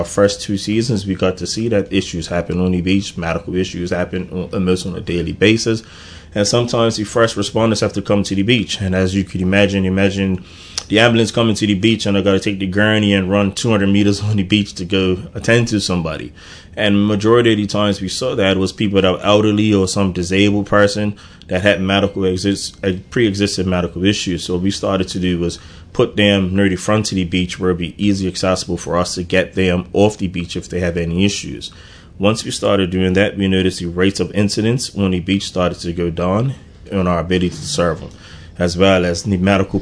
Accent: Bermuda; 100% Bermudian, 100% born and raised in Bermuda

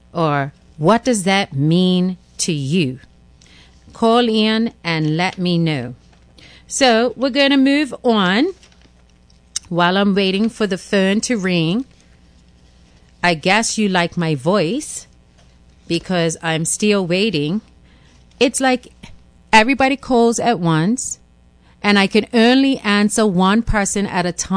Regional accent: Bermuda; But do I want the automation to talk in our Bermudian vernacular?

